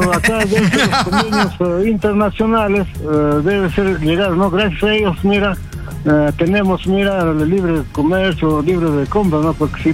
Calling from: Peru; nosotros más bien como peruanos debemos aprovechar

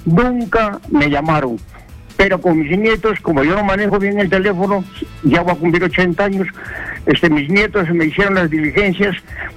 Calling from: Arequipa, Peru; le hablo desde Arequipa

